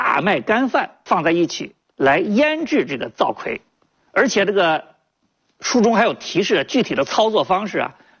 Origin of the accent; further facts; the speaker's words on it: Shijiazhuang, Hebei, China; 我老家是河北石家庄的，典型的北方